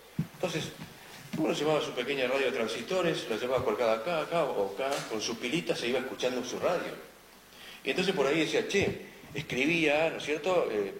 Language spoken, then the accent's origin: Spanish; Patagonia, Argentina; Sí, yo soy patagónico, le digo.